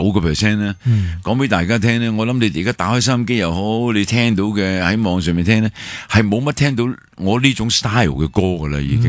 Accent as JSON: {"language": "Cantonese", "country": "Hong Kong", "said": "但系因为我哋香港人咧，就最识就弄字眼啊。"}